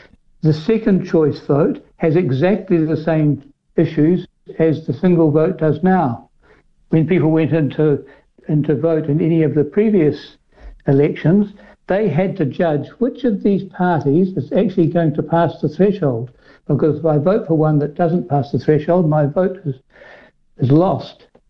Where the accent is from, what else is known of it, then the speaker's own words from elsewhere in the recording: New Zealand; moved away as an adult; now in Bordeaux, France; Well, I guess I'm still a New Zealander. I love New Zealand, but I had to choose between one or other. I'm married to a French woman, so I'm here